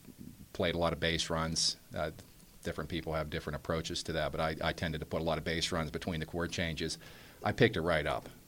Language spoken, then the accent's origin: English; Center Township, Pennsylvania, United States; In Center Township, which is sort of between Manac and Aliquippa, right below where the river bends.